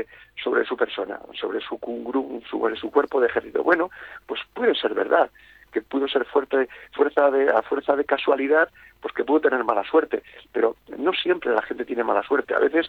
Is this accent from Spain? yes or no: yes; Arauzo de Miel, Castile and León, Spain; la historia de mi pueblo, de Arauzo de Miel.